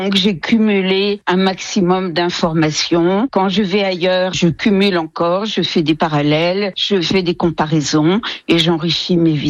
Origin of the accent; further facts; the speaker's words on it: Orbey, Grand Est, France; Eh bien, j'étais natif d'Orbey, je suis partie vivre très longtemps ailleurs. Je suis revenue